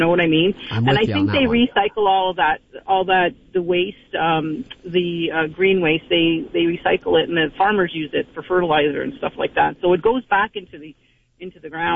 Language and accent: English; Brampton, Ontario, Canada; now in Windsor, Canada; I'm originally from Brampton, and Brampton has been doing this for, like, I don't know, 20, 30 years. And so when I first came to Windsor in 2001